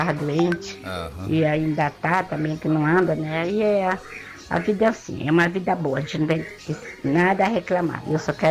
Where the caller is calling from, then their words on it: Alenquer, Pará, Brazil; sou aqui da cidade de Alenquer.